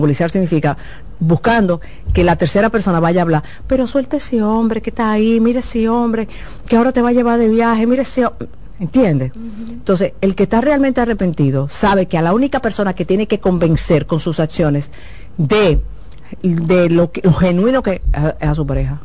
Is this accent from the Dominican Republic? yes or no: yes; Dominican Republic; soy muy dominicano